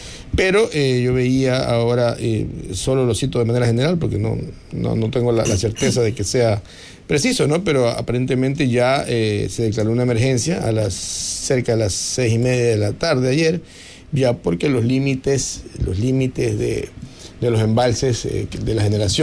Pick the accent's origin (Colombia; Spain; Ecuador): Ecuador